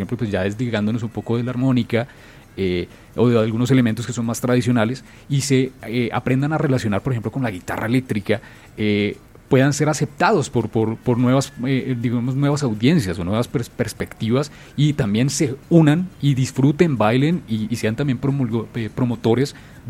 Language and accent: Spanish; Colombia